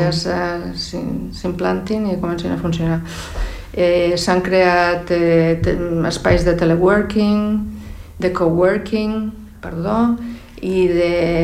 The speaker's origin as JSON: {"language": "Catalan", "region": "Castile", "country": "Spain", "moved": "yes", "lives_now": "Catalonia, Spain", "said": "A veure, jo sóc d'allà, sóc castellana, però em sento catalana, clar, perquè he viscut aquí més que allà."}